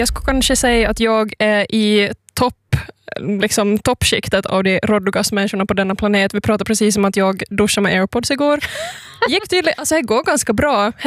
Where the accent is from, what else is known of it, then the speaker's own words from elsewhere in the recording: Jakobstad, Ostrobothnia, Finland; som en Jeppisbo själv